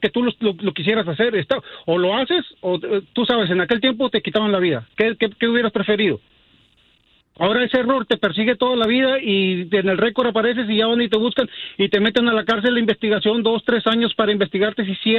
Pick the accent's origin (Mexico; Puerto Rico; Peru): Mexico; yo soy mexicano, pero mi esposa es del Salvador.